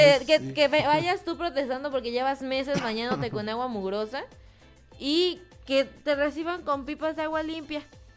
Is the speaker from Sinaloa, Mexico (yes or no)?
no; Michoacán, Mexico; now in Zamora, Mexico; nosotros qué nos interesa si somos de Michoacán